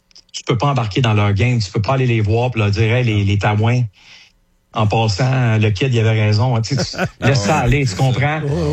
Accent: Hull, Quebec, Canada; moi, j'ai grandi à Hull, puis grandir à Hull, là, je vais le répéter, là, pour ceux qui le savent, là, dans les années 80

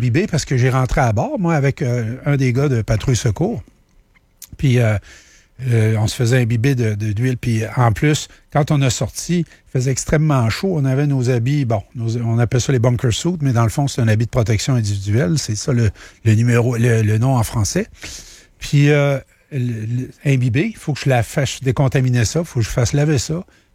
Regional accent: Grondines, Quebec, Canada; c'est pas loin de mon patelin à Grondines.

